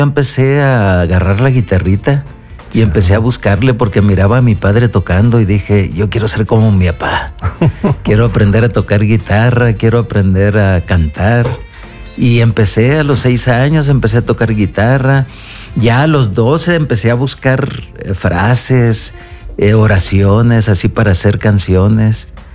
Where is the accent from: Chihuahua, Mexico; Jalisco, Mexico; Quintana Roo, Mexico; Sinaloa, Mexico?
Sinaloa, Mexico; Culiacán; yo vengo de una ciudad que se llama Culiacán, Sinaloa, México.